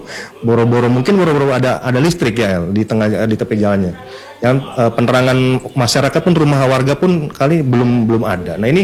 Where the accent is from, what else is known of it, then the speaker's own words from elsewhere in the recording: Java, Indonesia; born there; now in Pontianak, Indonesia; saya kebetulan kan lahir di Jawa nih Pak Budi.